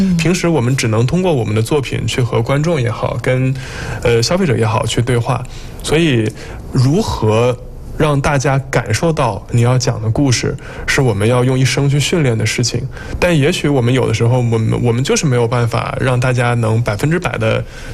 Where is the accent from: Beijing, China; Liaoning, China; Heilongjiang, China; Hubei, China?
Heilongjiang, China; 宁古塔是哪儿？哦，是我家。